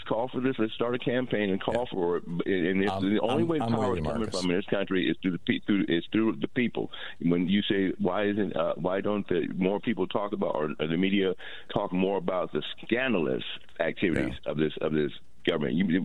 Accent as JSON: {"language": "English", "town": "San Francisco", "region": "California", "country": "United States", "said": "and I'm from the Bay Area, right? San Francisco Bay Area."}